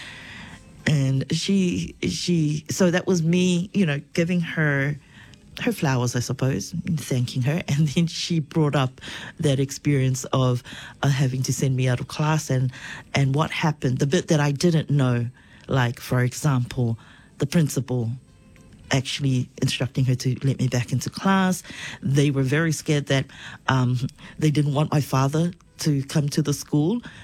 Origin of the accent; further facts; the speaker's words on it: Niue; So I went to, I grew up in Niue, therefore I went to the only primary school, which is Niue Primary School. And then I went on to Niue High School, which is also the only high school on island.